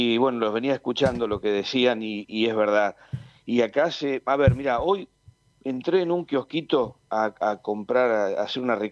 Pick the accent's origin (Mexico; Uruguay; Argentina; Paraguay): Argentina; cuando te reconocen acá como argentino, te preguntan por Messi.